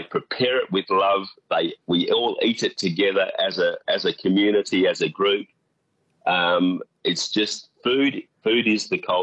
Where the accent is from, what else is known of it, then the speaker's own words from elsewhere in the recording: Western Australia, Australia; I know, I'm a farmer from Western Australia.